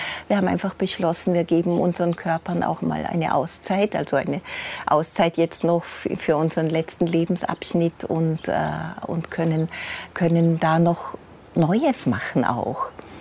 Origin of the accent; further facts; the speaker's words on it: Salzburg, Austria; born there; Weil unsere Wurzeln sind ja in Vorarlberg. Wir sind zwar alle in Salzburg geboren, aber die Eltern sind Vorarlberger.